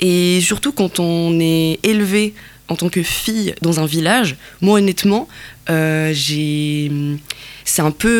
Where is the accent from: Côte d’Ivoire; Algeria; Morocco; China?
Algeria; Kabylie; born or raised there; moved away as an adult; now in France